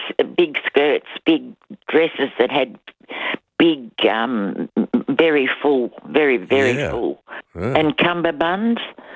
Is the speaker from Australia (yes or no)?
no; Horsham, South East England, United Kingdom; Some of my teenage years, I grew up in Horsham, and every Saturday night there would be a dance in the town hall